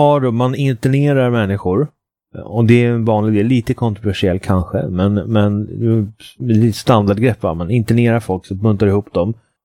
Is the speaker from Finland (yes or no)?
no; Kalmar County, Sweden; jag är faktiskt från Öland.